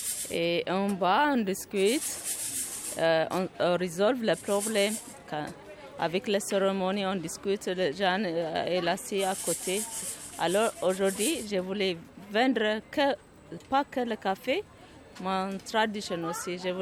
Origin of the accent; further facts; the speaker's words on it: Ethiopia; moved away; Je suis venue d'Éthiopie, J'habite ici à La Panos.